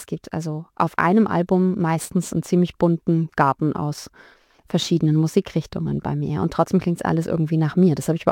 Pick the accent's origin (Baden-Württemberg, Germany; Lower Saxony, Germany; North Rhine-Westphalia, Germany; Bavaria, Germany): Baden-Württemberg, Germany; Heilbronn; born there; moved away as an adult; also born or lived in Thuringia / Tübingen; Also ich bin geboren in Thüringen, bin dann so kurz nach der Wende mit meinen Großeltern und meiner Mama ins Schwabenland gezogen, nach Heilbronn. Und bin dann mit Anfang 20, da hatte ich dann selbst schon ein kleines Kind, also ich bin super jung Mama geworden und bin dann nach Tübingen gekommen.